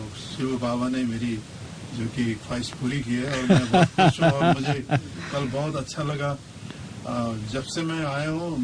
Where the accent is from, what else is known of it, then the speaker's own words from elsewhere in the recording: Nepal; मैं नेपाल से हूँ